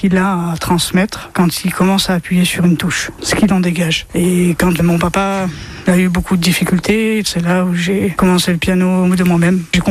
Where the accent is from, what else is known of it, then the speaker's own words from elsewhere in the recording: Arcachon, Nouvelle-Aquitaine, France; now in Le Vignau, France; j'habite sur la commune du Vigneau, j'ai 32 ans et je viens de la ville d'Arcachon.